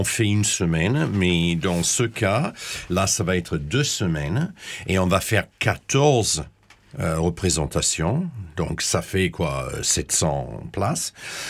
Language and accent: French; Corsica, France; now in Melbourne, Australia; Je suis corse.